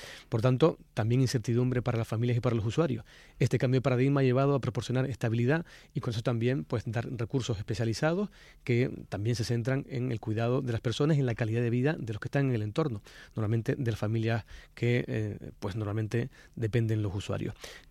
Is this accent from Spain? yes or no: yes; Tenerife, Canary Islands, Spain